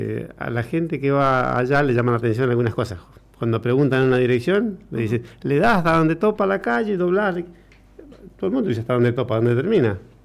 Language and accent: Spanish; Mendoza, Argentina; moved away; yo soy mendocino